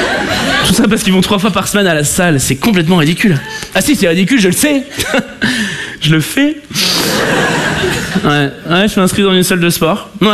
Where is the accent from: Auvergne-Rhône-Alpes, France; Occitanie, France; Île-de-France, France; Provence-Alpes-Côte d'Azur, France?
Île-de-France, France; Paris; Parce que je suis parisien et superficiel.